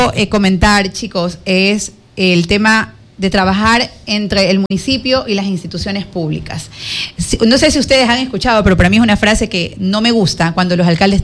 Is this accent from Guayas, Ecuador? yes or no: yes; El Empalme, Guayas, Ecuador; saludar a mi pueblo, de saludar a mi cantón, el Empalme.